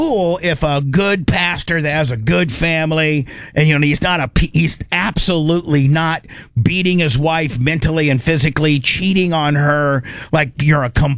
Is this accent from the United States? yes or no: yes; Warsaw, United States; when we were growing up in Warsaw High